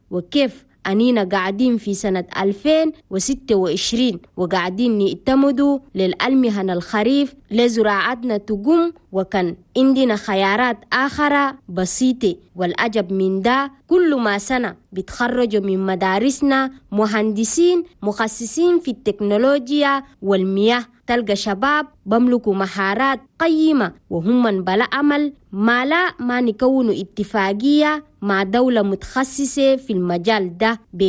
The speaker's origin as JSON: {"language": "Arabic", "country": "Chad", "said": "ويجب مننا كلنا كتشاديين لازم نبقى عندنا قدرة لنأكل نفسنا بإيدنا"}